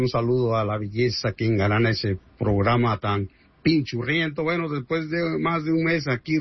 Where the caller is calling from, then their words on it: Mexico; eso es un orgullo para mí como mexicano